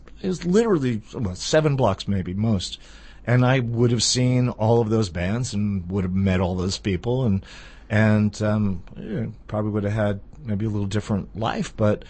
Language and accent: English; Queens, New York, United States; It sounds very kind of bridge and tunnel, which I was. I grew up in Queens, you know.